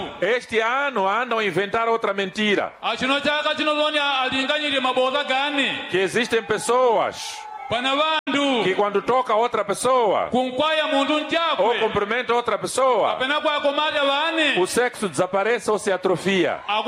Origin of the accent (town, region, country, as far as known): Mozambique